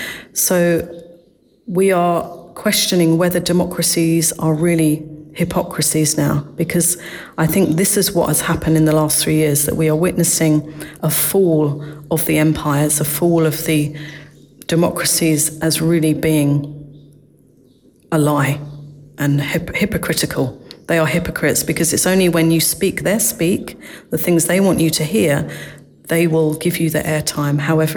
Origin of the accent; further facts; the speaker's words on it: United Kingdom; now in Mauritius; in my home country, the UK